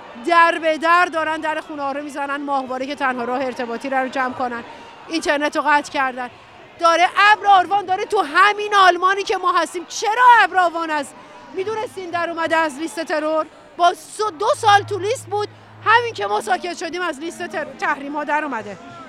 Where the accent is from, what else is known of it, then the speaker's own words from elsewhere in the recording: Iran; من دیدم با هر سیاستمداری که حرف میزنیم با وقاحت تمام این دروغ رو به ما که ایرانی هستیم برمیگردونه که هرج و مرج میشه